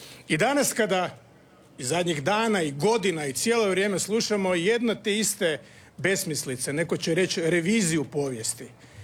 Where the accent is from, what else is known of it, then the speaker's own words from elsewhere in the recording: Croatia; Ja sam predsjednik Hrvatske, ja sam Hrvat